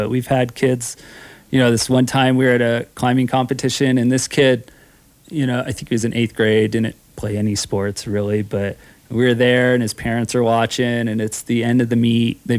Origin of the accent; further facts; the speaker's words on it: Eaton, Colorado, United States; I grew up in Eaton, Colorado. Oh, it's near Fort Collins, a little farm town.